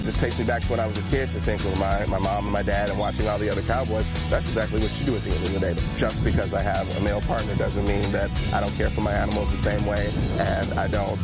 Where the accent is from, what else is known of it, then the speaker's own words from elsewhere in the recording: South Dakota, United States; moved away; I grew up in South Dakota, a little tiny town just outside of Box Elder. I spent my summers out on the ranch in South Dakota. I've been around it my whole life. It's where I belong.